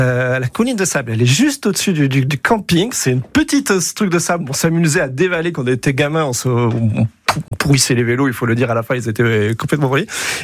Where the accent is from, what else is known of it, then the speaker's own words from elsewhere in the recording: Marseille, Provence-Alpes-Côte d'Azur, France; si on dit que Marseillais n'aime pas le foot, on va prendre pour un fada.